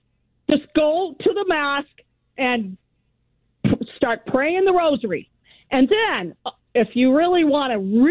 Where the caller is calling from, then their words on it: Ohio, United States; Now, I know I'm calling from Ohio.